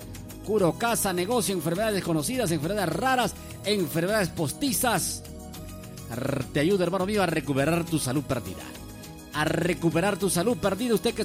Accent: Huacho, Lima, Peru; Yo soy de Huacho, mis hermanos.

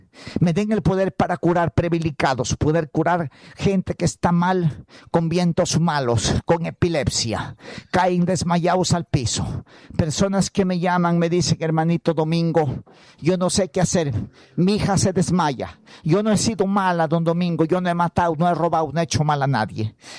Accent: Huancabamba, Piura, Peru; now in Tarapoto, Peru; Desde mi tierra, Huancabamba, siervo, con mis buenas chontas. Mis buenos membríos, mis buenos remedios, mi lagunita negra, denme sus poderes para yo ayudar a mi gente acá en Tarapoto

